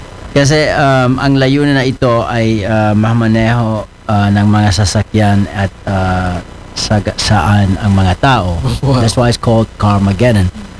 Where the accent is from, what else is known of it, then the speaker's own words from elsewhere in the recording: Netherlands; moved away; In the 90s, when I was growing up sa Netherlands